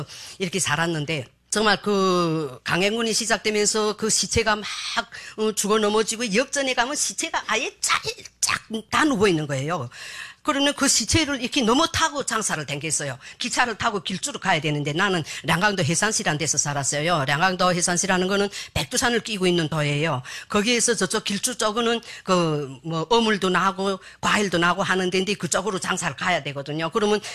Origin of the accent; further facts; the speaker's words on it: Hamhung, South Hamgyong, North Korea; moved away as an adult; now in South Korea; 저는 북한에서 55년을 살다가 한국에 온지 지금 10년째입니다. 꼭 10년 되었어요.